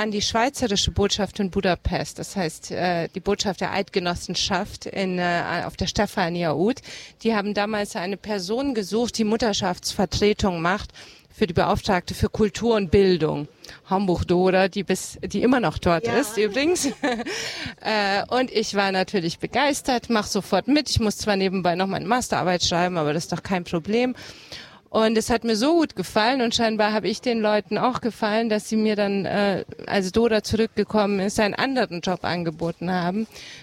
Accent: Munich, Bavaria, Germany; Ich bin Ungarin, in Deutschland geboren und aufgewachsen, in München.

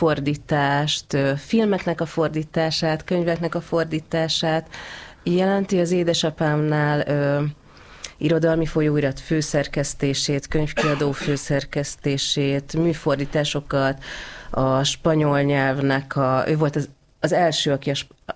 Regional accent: Budapest, Hungary; Hát én a Rózsadomba alján, úgyhogy ez abszolút budai övezet.

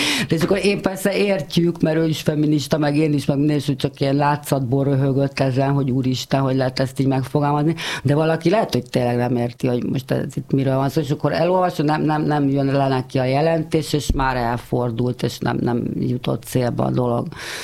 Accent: Budapest, Hungary; budapesti vagyok

